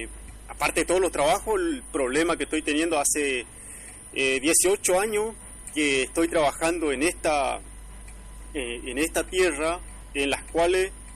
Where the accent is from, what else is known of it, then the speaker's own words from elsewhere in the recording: Colonia Elisa, Chaco, Argentina; yo soy de la provincia del Chaco, yo me encuentro viviendo en esta parcela, soy de Colonia El Cacique, jurisdicción de Colonia Elisa, soy chaqueño